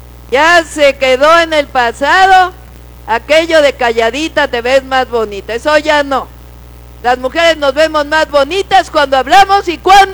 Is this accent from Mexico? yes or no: yes; Mexico